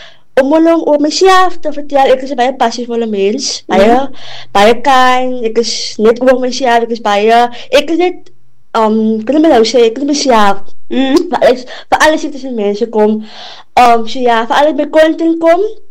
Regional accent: Mossel Bay, Western Cape, South Africa; toen ons verhuis naar Brandwag toe.

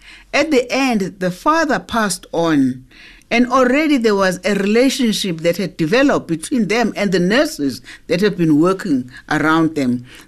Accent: KwaZulu-Natal, South Africa; now in Benoni, South Africa

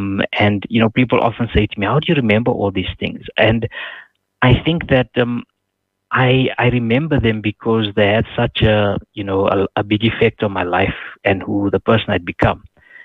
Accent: Rivoli, Piedmont, Italy; where I grew up in Rivoli, I think two or three times a week, the Rivoli Library would be open till, I think, 8:30 in the evening.

